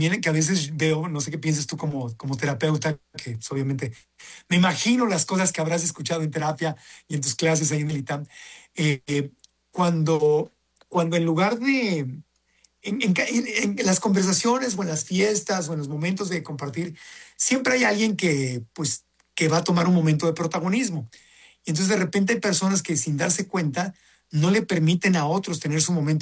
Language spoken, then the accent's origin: Spanish; Acapulco, Guerrero, Mexico; born or raised there